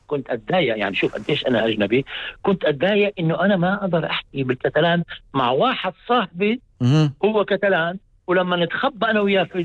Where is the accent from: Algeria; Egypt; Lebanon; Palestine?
Palestine; now in Catalonia, Spain; أنا طبعا من زي بتعرف كفلسطيني